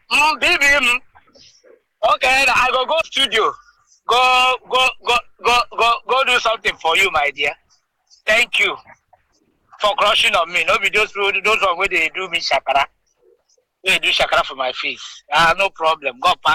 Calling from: Abia, Nigeria; I'm from Uzakole. I'm in the local government area of Abia State.

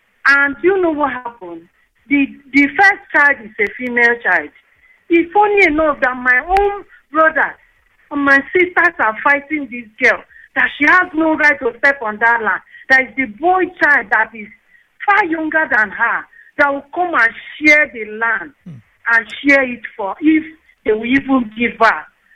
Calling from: Akwa Ibom, Nigeria; I'm from Akwa Ibom.

